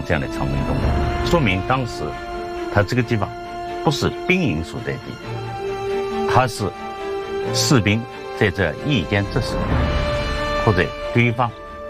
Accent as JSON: {"language": "Chinese", "town": "Gaoyou", "region": "Jiangsu", "country": "China", "said": "在我们的西边就是京杭运河和高邮湖，在我们的东面就是我们的东海，在我们的南面就是长江"}